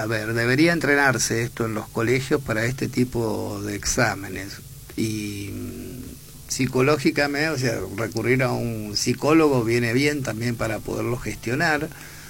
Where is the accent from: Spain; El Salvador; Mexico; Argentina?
Argentina; qué fantástico que somos los argentinos